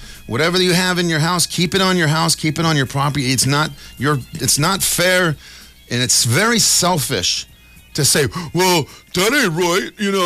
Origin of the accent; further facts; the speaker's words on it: United States; as an American